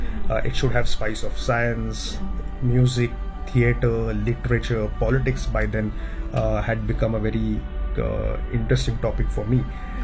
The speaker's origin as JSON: {"language": "English", "town": "Talegaon Dabhade", "region": "Maharashtra", "country": "India", "also_born_or_lived": "Pune", "said": "I come from Pune, but I was never, I didn't grow up in city of Pune. There's a small town, everyone, I must have heard about it, Talegaon Dabhade."}